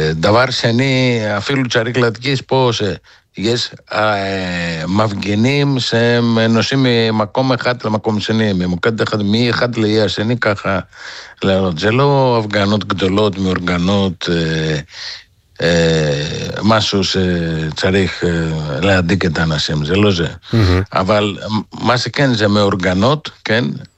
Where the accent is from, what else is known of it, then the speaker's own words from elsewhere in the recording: Thessaloniki, Central Macedonia, Greece; Hebrew is a second language; אני נולדתי בסלוניקי, אני יליד סלוניקי, כן. אני למדתי בטכניון 5 שנים, ומשם זה העברית שלי.